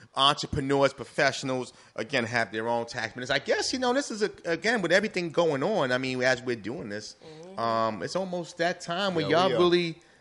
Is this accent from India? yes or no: no; New York, United States; we're from New York